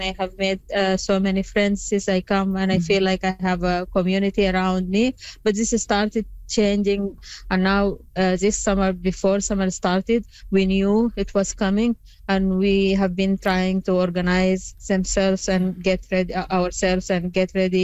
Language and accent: English; Sudan; I am one of them. I am from Sudan too.